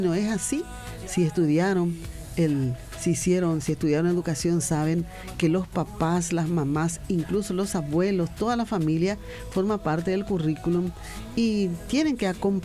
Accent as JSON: {"language": "Spanish", "country": "Paraguay"}